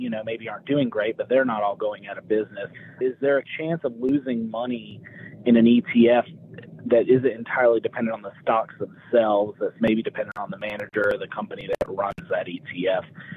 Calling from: South Carolina, United States; from South Carolina here.

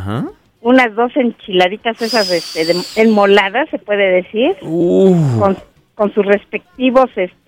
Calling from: Chalco, State of Mexico, Mexico; Yo soy desde aquí de Chalco.

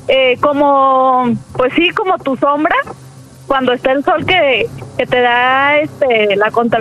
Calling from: Guadalajara, Jalisco, Mexico; Soy de Guadalajara

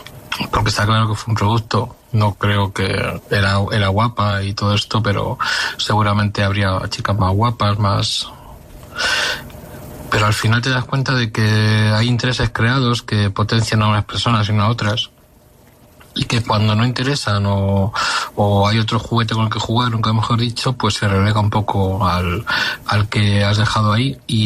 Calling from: Madrid, Community of Madrid, Spain; de Madrid.

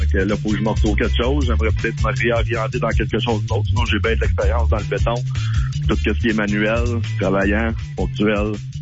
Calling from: Pointe-Calumet, Quebec, Canada; Je suis de Pointe-Calumet.

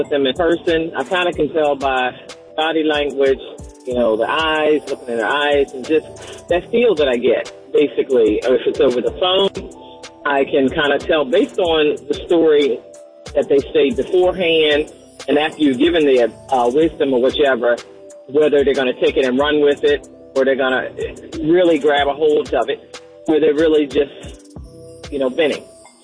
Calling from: Charleston, United States; I'm calling from Charleston.

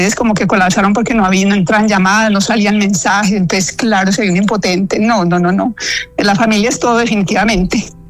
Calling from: Manizales, Caldas, Colombia; yo estoy aquí en Manizales, en la finca

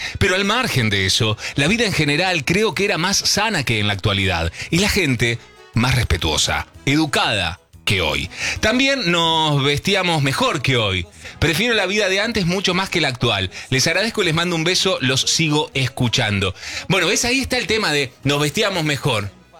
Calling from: Barrio Norte, Buenos Aires, Argentina; Tengo 58 años, déjalo correr. … de Barrio Norte.

